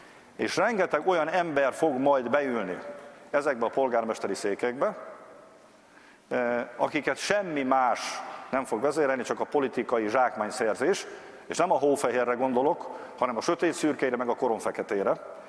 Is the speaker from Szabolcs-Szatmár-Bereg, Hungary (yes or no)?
yes; Csenger District, Szabolcs-Szatmár-Bereg, Hungary; ráadásul ez a Csengeri járás egyik települése, az ország legszegényebb járása, ahonnan én származom.